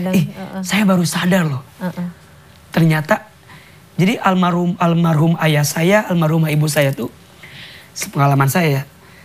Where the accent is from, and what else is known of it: Garut, West Java, Indonesia